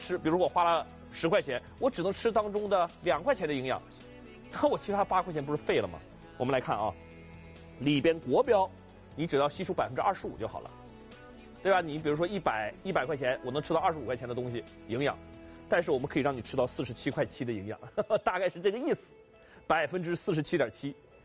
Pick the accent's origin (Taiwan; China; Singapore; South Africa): China; 我们中国人